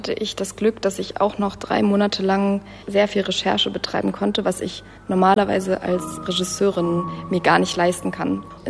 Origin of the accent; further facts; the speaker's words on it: Freital, Saxony, Germany; Ich komme aus Freital, aus der Nähe von Dresden. Und auch in der Region war Bergbau extrem wichtig und ist genau gegenüber von meinem Kinderzimmerfenster steht ein Stahlwerk.